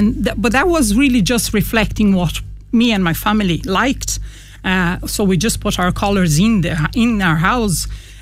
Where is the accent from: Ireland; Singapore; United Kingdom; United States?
Ireland; Leinster; now in Galway, Ireland; Well, I live in Galway for the last 5 years and I came from Westmead before